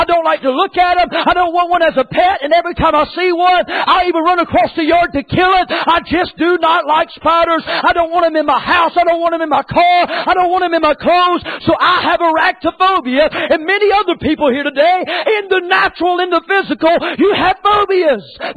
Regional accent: North Carolina, United States; I'm from North Carolina. We have woods there.

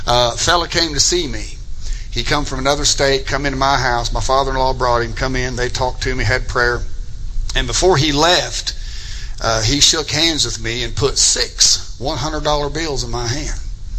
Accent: United States; born there; I'm an American. I'm a proud American. I go to other countries and do mission work. I am an American. I was born here.

